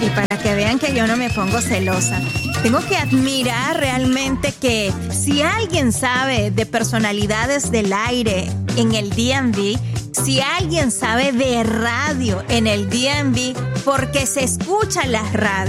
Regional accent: Peru; moved away; En mi país, en Perú

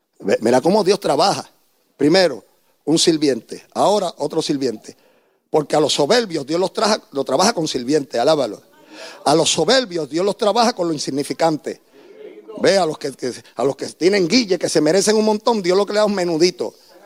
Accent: Puerto Rico; somos más puertorriqueños que cristianos

